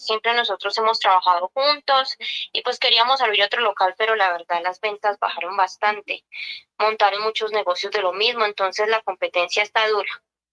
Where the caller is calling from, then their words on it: Samacá, Boyacá, Colombia; De Samacá, Boyacá.